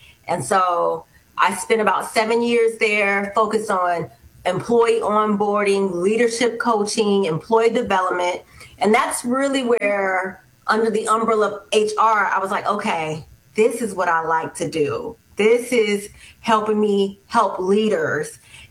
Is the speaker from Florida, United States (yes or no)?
yes; Miami, Florida, United States; Well, I'm originally from Miami, Florida. So I like to call Miami home. My father was in the military, and I was a military brat, so we did travel aro